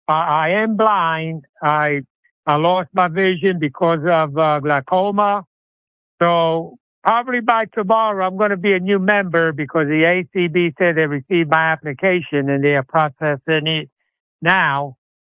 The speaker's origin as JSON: {"language": "English", "region": "New York", "country": "United States", "tie": "born or raised there", "moved": "as an adult", "lives_now": "Dayton, United States", "said": "I grew up in New York for about 18 years"}